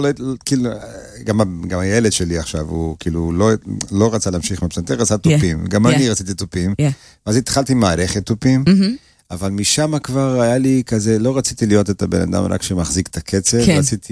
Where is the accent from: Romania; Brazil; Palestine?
Brazil; Rio de Janeiro; now in Israel; אני גדלתי עם מוזיקה ברזילאית, כאילו, אני גדלתי בריו